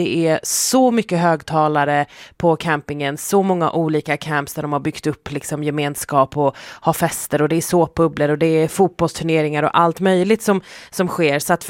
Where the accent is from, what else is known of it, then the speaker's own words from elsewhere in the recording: Sweden; Som svensk